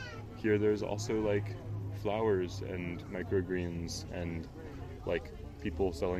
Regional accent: New York City, New York, United States; So I grew up in New York City, and I live right near Union Square, which has a big farmer's market.

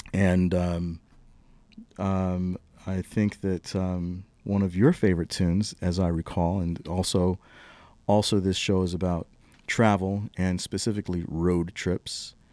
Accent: Texas, United States; born or raised there

